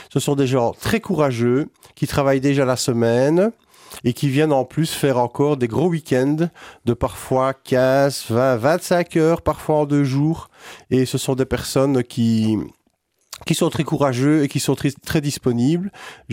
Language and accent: French; Serein, France; Moi, j'ai grandi à Serein, tout à fait. Oui. J'ai grandi au-dessus de la boucherie.